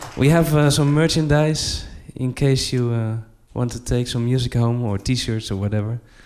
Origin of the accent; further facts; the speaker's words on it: Amsterdam, North Holland, Netherlands; from Amsterdam.